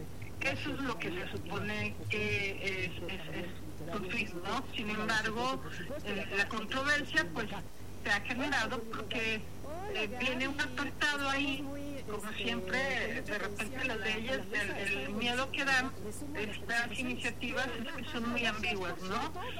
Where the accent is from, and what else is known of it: Mexico